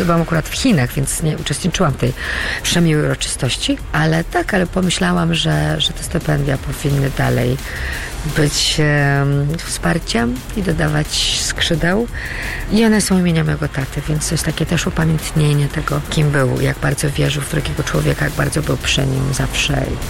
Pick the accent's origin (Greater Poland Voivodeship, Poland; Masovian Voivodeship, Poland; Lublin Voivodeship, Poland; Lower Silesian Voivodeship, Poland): Greater Poland Voivodeship, Poland; Poznań; Ja jestem poznanianką z urodzenia. Spędziłam tu pierwsze, z moimi przerwami, 30 lat swego życia.